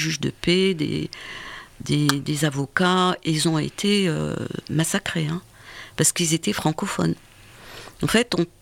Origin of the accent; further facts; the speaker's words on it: Algeria; Et ça n'a pas marché, parce que on n'est pas des Arabes, on est des Amazirs. Ça, je le répète. Et je crois que 95% des Algériens sont Amazirs.